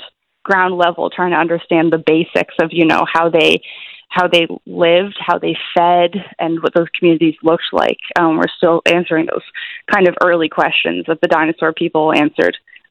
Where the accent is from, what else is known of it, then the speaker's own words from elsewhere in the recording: Ontario, Canada; moved away as an adult; now in Newfoundland and Labrador, Canada; I'm originally from Ontario